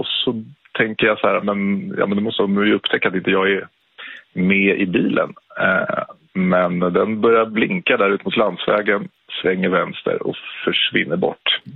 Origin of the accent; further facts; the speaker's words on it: Täby, Stockholm County, Sweden; now in Skarpnäck, Stockholm, Sweden; när jag var 18 år, 1998, och bodde i Täby där jag växte upp.